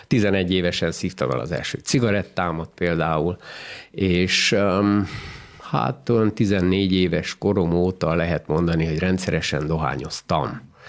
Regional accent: Marghita, Bihor, Romania; Margitán születtem, ott is nevelkedtem, ott érettségiztem

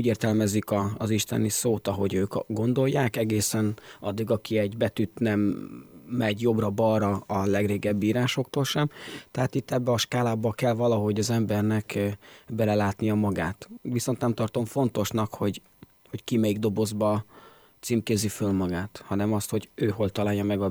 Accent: Hungary; a demokráciába átléptünk itt Magyarországon

